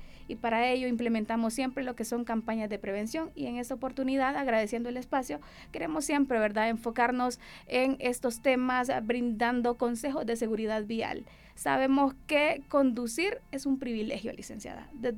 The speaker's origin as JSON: {"language": "Spanish", "country": "Honduras", "said": "como ciudadanos, como hondureños"}